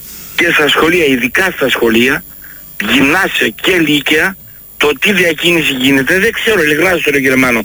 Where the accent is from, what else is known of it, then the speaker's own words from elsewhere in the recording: Athens, Attica, Greece; έχω μεγαλώσει μέχρι το 90, ήμουν στην περιοχή των Εξαρχείων. Τώρα έχω φύγει από το κέντρο.